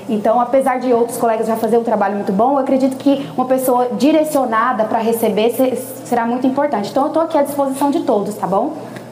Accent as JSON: {"language": "Portuguese", "town": "Goiânia", "region": "Goiás", "country": "Brazil", "also_born_or_lived": "São Paulo", "moved": "yes", "lives_now": "Itatiba, Brazil", "said": "Eu sou de Goiânia, Goiás, e sou delegada desde 2024."}